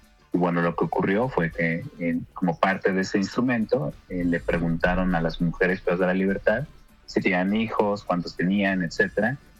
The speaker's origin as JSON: {"language": "Spanish", "country": "Mexico"}